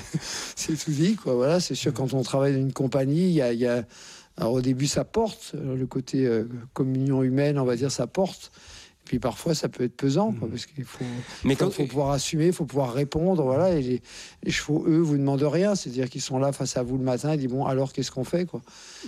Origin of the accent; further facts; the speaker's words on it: Courbevoie, Île-de-France, France; born there; mais je suis né à Courbevoie, donc c'est pas une région, comme chacun sait, qui ne pullule pas de chevaux.